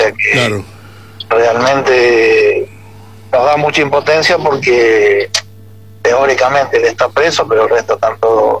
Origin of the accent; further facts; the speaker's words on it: Rufino, Santa Fe, Argentina; born there; moved away as an adult; now in Alvear, Argentina; nosotros nacimos en Rufino, Santa Fe, con mis hermanas.